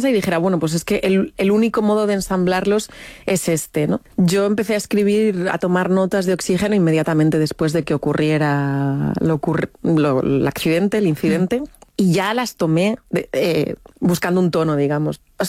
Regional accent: Madrid, Community of Madrid, Spain

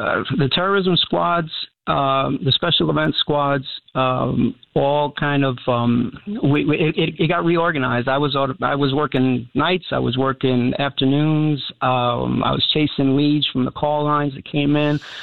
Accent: New York City, New York, United States; born there; I was born in the Bronx.

